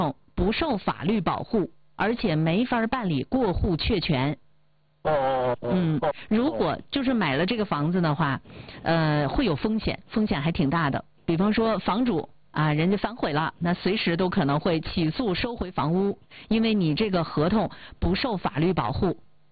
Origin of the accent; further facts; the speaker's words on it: Jilin, China; 尤其我们在吉林的外地人，在外地的吉林人，我们的家乡人